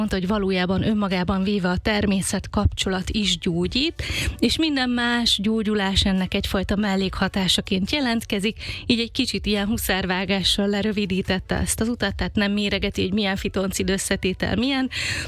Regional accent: Eastern Hungary, Hungary; Hú, nagyon sok felől, mi sokat költöztünk, de alapvetően azért az alföldi régióhoz, Kelet-Magyarországhoz kötöm magam.

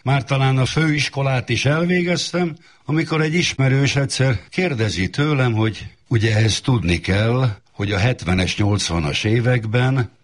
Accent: Szeged, Csongrád-Csanád, Hungary; born there; 67-ben, amikor én Szegeden születtem

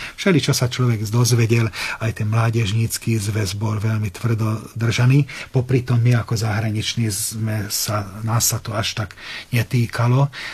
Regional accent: Hungary; also born or lived in Bratislava, Slovakia; ako bolo doma v Maďarsku.

